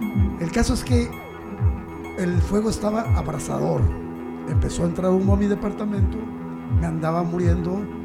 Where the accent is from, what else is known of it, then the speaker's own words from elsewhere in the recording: Tijuana, Baja California, Mexico; now in Mexicali, Mexico; Estoy viviendo en Mexicali. Yo soy de aquí de Tijuana.